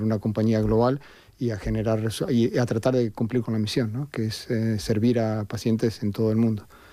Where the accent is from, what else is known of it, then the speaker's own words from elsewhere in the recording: Argentina; also born or lived in Brazil / China; Como argentino, viví 5 años en Brasil. Brasil y Argentina tienen mucha rivalidad deportiva. Y de Latinoamérica fui a China